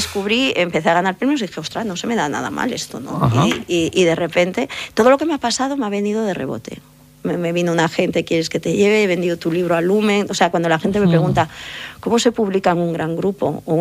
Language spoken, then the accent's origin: Spanish; Galicia, Spain; soy gallega. Ya estoy en una edad en que puedo decir que soy una señora